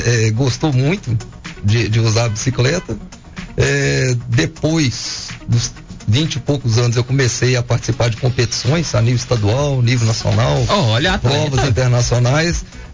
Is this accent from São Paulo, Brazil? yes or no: no; Ipatinga, Minas Gerais, Brazil; Eu sou nascido lá em Patinga